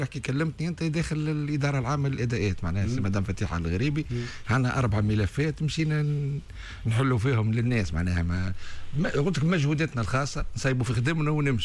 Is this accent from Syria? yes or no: no; Tunisia; عندنا في تونس